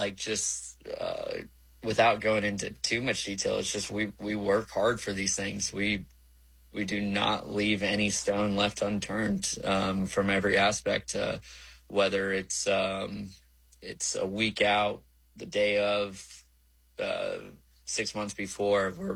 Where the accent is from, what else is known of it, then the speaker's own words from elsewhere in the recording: Florida, United States; to be a native Floridian American, born and raised here in the U.S.